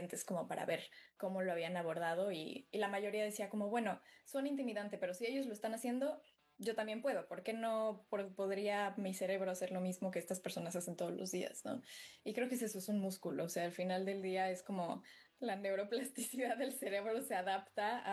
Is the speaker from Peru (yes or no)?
no; Mexico; para mí llego muy bien parada como mexicana a este género, porque digo, bueno, nosotros somos los reyes de esto